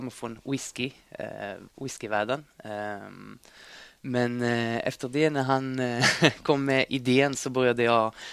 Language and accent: Swedish; Israel; now in Stockholm, Sweden; Israel faktiskt, där jag kommer ifrån.